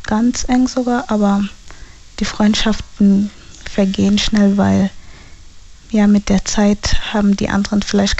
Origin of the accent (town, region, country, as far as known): Landau, Germany